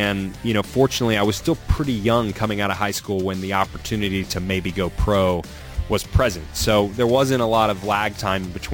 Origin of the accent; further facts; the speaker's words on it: Nashville, Tennessee, United States; I'm from Nashville, Tennessee